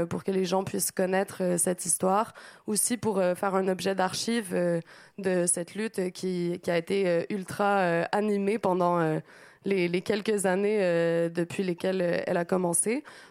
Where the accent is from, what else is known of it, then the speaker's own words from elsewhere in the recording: Quebec, Canada; now in Paris, France; que je suivais à distance du Québec parce que je suis originaire du Québec. Donc, quand je suis arrivée à Paris